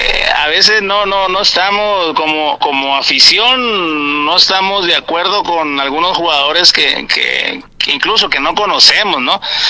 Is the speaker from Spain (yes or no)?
no; Nayarit, Mexico